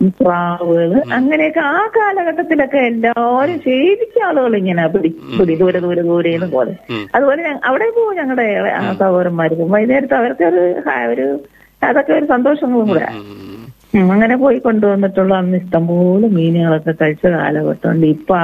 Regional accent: Kollam, Kerala, India; കൊല്ലം തോടിന്റെ അരുവിന നമ്മുടെ ഞാൻ ജനിച്ചു വളർന്നതെല്ലാം

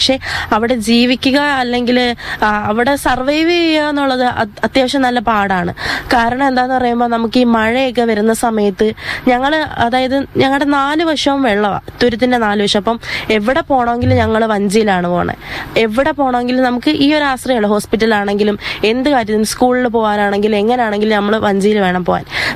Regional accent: Kochuthuruthu, Kerala, India; ഞാൻ കൊച്ചുതുരുത്ത് എന്നുള്ള സ്ഥലത്തു നിന്നാണ് വരുന്നത്.

